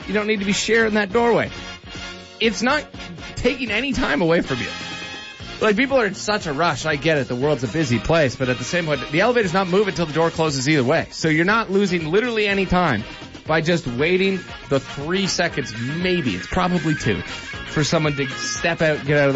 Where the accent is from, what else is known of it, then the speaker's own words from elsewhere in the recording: Canada; We're Canadian.